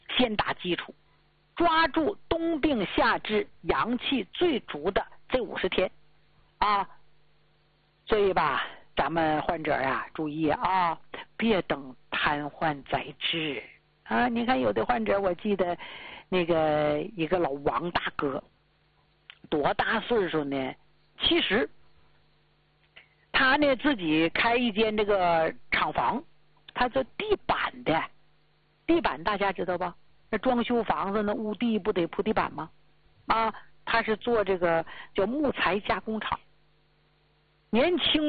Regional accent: Northeast China, China; born there; 而且咱们家乡所处的东北地区还是落后啊，工资低，地还不值钱

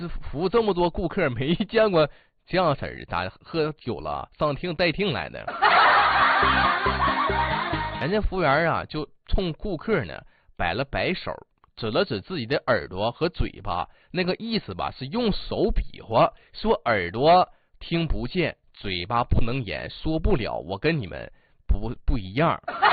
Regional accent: Northeast China, China; 我们东北这边习惯把吃饭叫做干饭

